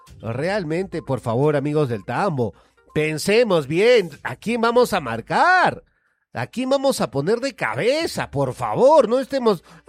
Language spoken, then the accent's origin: Spanish; Peru; nosotros, los ciudadanos peruanos